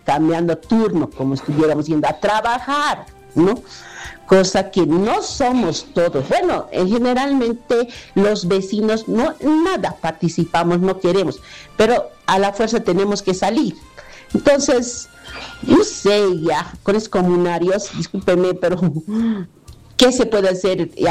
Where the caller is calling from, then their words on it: Bolivia; Soy una vecina de Canuma.